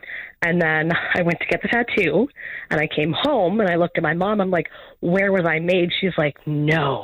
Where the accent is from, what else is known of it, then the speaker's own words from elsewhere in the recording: Ontario, Canada; I'm from Ontario, but they're not my team.